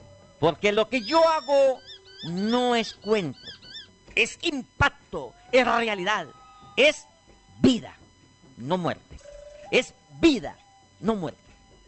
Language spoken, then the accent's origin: Spanish; Colombia; Justamente en Colombia, en mi tierra natal, en mi tricolor amarillo, azul y rojo